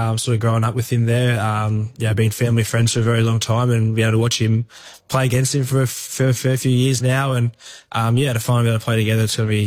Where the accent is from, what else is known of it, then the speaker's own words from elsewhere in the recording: Queensland, Australia; being a Queenslander, watching him over the number of years is someone that you've always sort of looked up to.